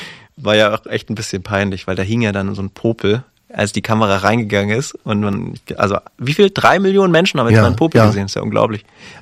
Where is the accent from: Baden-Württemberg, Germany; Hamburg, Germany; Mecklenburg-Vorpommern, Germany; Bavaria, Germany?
Baden-Württemberg, Germany; Stuttgart; Ich komme ja aus Stuttgart.